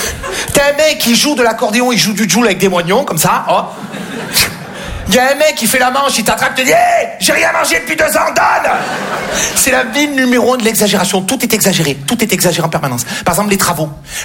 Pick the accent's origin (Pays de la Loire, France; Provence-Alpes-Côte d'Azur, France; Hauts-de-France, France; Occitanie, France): Provence-Alpes-Côte d'Azur, France; Marseille; j'ai grandi à Marseille. Marseille, c'est une ville incroyable.